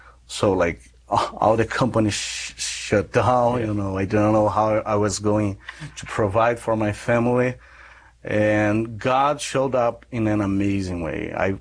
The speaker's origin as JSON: {"language": "English", "country": "Brazil", "tie": "born or raised there", "second_language": "English", "said": "But during my profession of faith, at the Catholic Cathedral in my hometown, the bishop of my hometown asked me to share my testimony someone, without me knowing, someone taped it and put it on the internet, and it went viral in Brazil."}